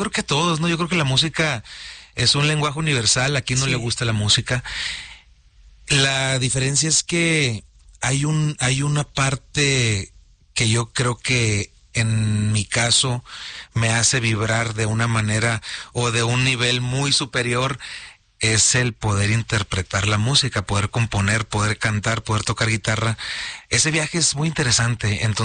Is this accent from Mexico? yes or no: yes; Mazatlán, Sinaloa, Mexico; born there; yo nací en Mazatlán